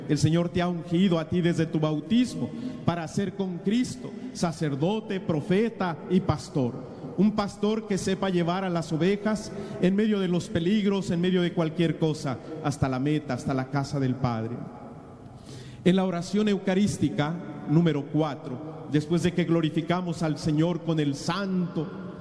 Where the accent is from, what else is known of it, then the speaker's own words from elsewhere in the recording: Mexico; born there; moved away; nosotros los que nacimos en México